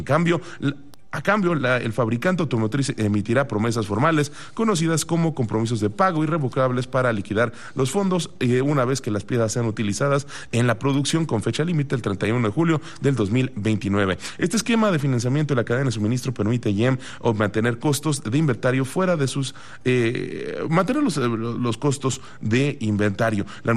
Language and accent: Spanish; Mexico; si hay un pueblo que sabe qué es lo que es vivir este tipo de problemas, este tipo de circunstancias, somos los mexicanos.